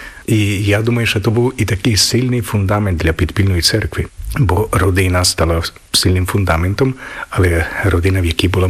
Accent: Zakarpattia Oblast, Ukraine; now in Uzhhorod, Ukraine; my, čo sme akože veriaci z Iršavštiny, jak my hovoríme Vinohradivštiny

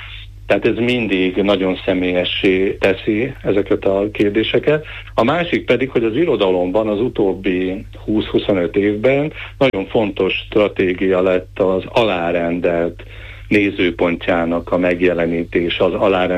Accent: Kamenín, Nitra Region, Slovakia; also born or lived in Bratislava; az én szülőfalum Kémént is megjelenik ebben a tanulmányban

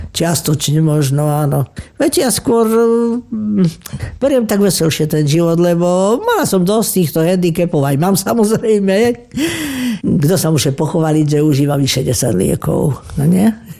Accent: Kežmarok, Prešov Region, Slovakia; Kežmaruk je moje rodné mesto, ktoré skutočne mám veľmi rada.

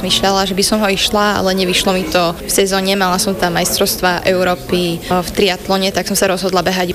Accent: Košice, Košice Region, Slovakia; môj prvý bude práve v Košiciach, v mojom rodnom meste.

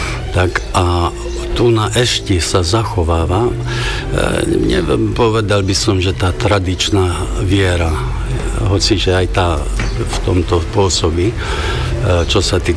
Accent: Bodonoș, Bihor County, Romania; Tak v prvom rade ja som sa narodil v Bodonoši, je to slovenská dedina, odtiaľ to asi 20 kilometrov. Tam som začal aj základnú školu, tak 8 tried som skončil slovenský.

